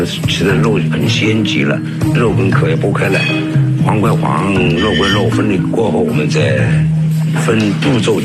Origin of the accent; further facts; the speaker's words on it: Suzhou, Jiangsu, China; 这是我们就是苏州人的，就是一种理念。